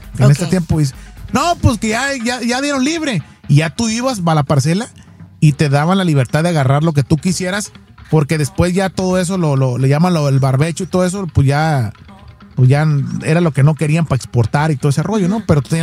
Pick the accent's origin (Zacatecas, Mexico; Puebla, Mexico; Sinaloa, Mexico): Sinaloa, Mexico; Guasave; moved away; yo me acuerdo cuando estaba morro que. Uh-huh. Allá de donde soy yo, de Sinaloa, de Estación Capoma, Guasave, Sinaloa, México.